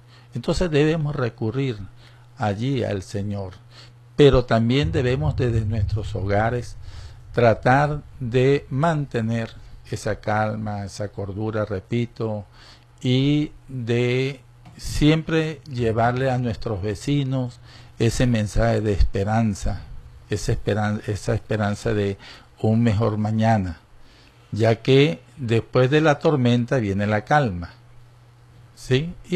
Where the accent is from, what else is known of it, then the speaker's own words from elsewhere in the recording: Venezuela; Nosotros, como venezolanos y venezolanas, debemos tratar de mantener la cordura